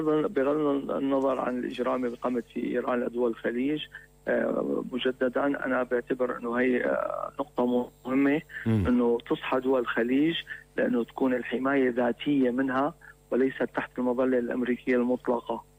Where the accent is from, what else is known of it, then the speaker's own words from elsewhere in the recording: Jabal Amil, Lebanon; نحن لبنانيين، نحن مانا إيرانيين، نحن أبناء جبل عامل، إحنا شيعة لبنان، إحنا شيعة العرب